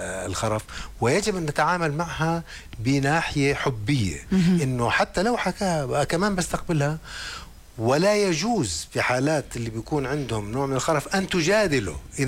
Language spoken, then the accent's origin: Arabic; Jordan; عندنا بالأردن